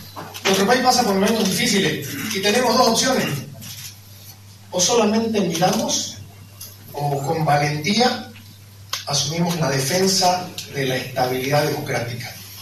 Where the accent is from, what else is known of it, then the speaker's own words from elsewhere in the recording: Santa Cruz, Bolivia; Somos cruceños y somos bolivianos.